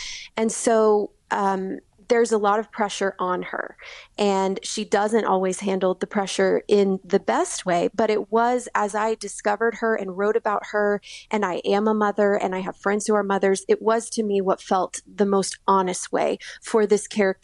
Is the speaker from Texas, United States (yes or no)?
yes; Texas, United States; as Texans.